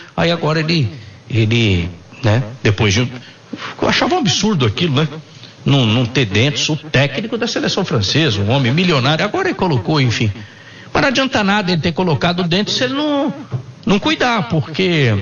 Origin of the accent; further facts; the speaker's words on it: São Sebastião do Paraíso, Minas Gerais, Brazil; born there; Nasci lá em São Sebastião do Paraíso